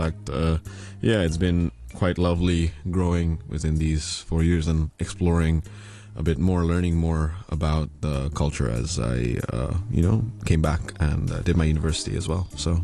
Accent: Mumbai, Maharashtra, India; now in Hong Kong; I think for me, because I grew up in Mumbai as well, which is also a very fast-paced city. That kind of made me ready for that.

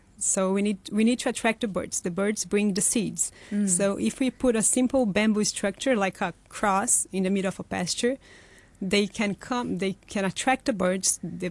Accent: Curitiba, Paraná, Brazil; now in Hong Kong

